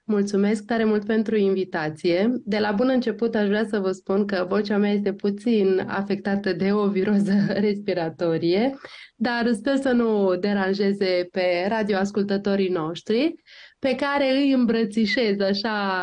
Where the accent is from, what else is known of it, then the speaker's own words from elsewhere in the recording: Prisăcani, Iași County, Romania; M-am născut în Iași, am copilărit pe malul Prutului